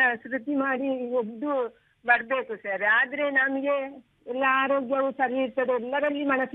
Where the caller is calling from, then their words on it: Puttur, Karnataka, India; ನಾನು ಪುತ್ತೂರಿನಿಂದ … ಮಾತಾಡಿದೆ ಸರ್.